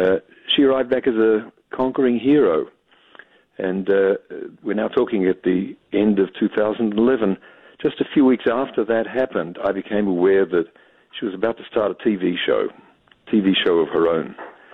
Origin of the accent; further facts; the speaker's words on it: Australia; now in United States; I don't sound much like an American, and that's because I'm an Australian, born in Australia. But my wife's an American, and our children have all been Americans from birth.